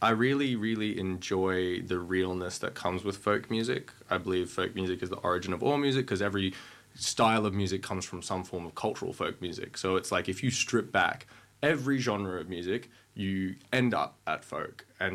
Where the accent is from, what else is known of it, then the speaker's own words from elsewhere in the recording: Central Coast, New South Wales, Australia; I grew up on the Central Coast